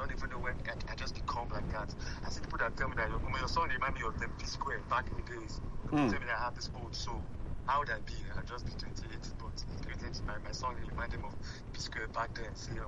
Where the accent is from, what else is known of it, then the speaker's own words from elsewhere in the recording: Nigeria; now in Boston, United States; remember me as a Nigerian